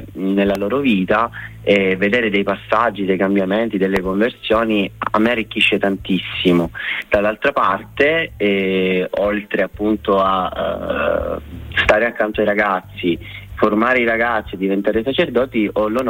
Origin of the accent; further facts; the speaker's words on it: Messina, Sicily, Italy; Io vengo da Messina, da un quartiere di nome Camaro San Paolo, e la parrocchia e in particolare l'esperienza dell'oratorio è sempre stato un faro all'interno di quel quartiere.